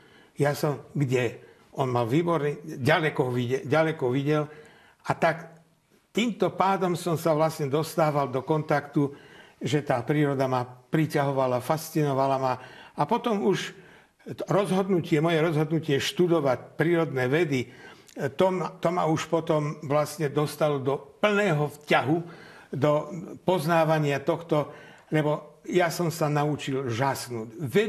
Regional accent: Banská Bystrica Region, Slovakia; kde som sa v mojom rodisku, kde som ja žil, kde som chodil, to je na rozhraní Veľkej Fatry a Kremnických vrchov v údolí nedaleko Banskej Bystrice, je moja rodná obec. Tam som vyrástol

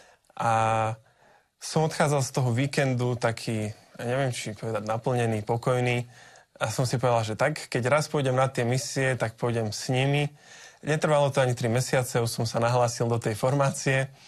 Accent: Dubnica nad Váhom, Trenčín Region, Slovakia; also born or lived in Ilava / Slavnica; narodil som sa v Ilave, ale pochádzam z Dubnice nad Váhom, kde som vlastne aj strávil väčšinu svojho života, kým sme sa nepresťahovali do Slavnice. To je taká priľahlá dedinka.

